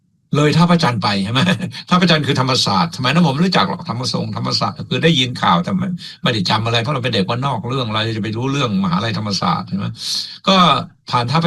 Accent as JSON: {"language": "Thai", "region": "Suphan Buri", "country": "Thailand", "tie": "born there", "also_born_or_lived": "Pak Chong, Nakhon Ratchasima", "moved": "yes", "said": "เราเป็นคนบ้านนอกปากช่องแต่ว่าย้อนอดีตสมัยอยู่สุเป็นเด็กสุพรรณเนี่ย"}